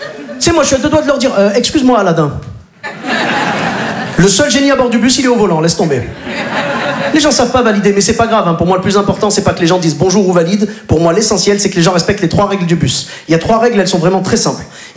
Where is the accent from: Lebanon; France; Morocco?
Morocco; je suis originaire du Maghreb, du Maroc plus précisément.